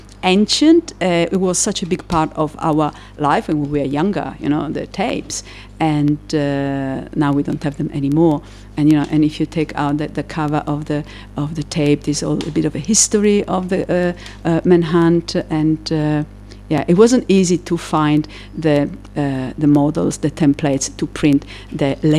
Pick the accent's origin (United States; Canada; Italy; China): Italy; Cagliari, Sardinia; now in St Leonards, United Kingdom; I come from Cagliari, which is a city that is placed between the sea and three lagoons.